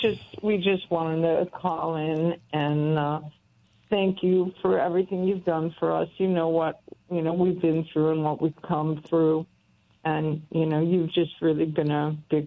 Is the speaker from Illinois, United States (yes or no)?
yes; Chicago, Illinois, United States; I was always attracted to churches or Catholicism because I came from Chicago, and I just enjoyed the space of churches